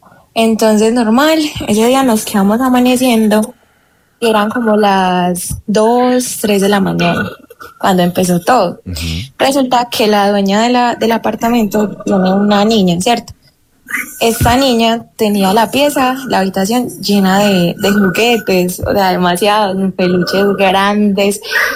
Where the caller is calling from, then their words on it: Medellín, Antioquia, Colombia; Desde Medellín, pero antes quiero aclarar que soy la prima de Matías.